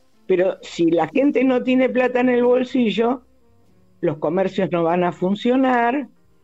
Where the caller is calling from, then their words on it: Buenos Aires, Argentina; Soy de Capital, del barrio Santa Rita.